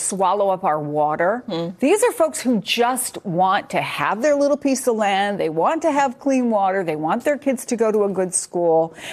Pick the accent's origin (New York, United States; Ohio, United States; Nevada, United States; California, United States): Ohio, United States; My home state of Ohio, you heard those voters.